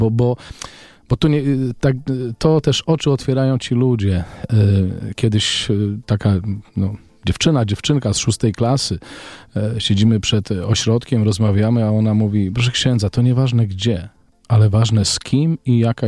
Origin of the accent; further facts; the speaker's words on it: Lubochnia, Łódź Voivodeship, Poland; pochodzę z niewielkiej wiejskiej parafii z Lubochni koło Tomaszowa Mazowieckiego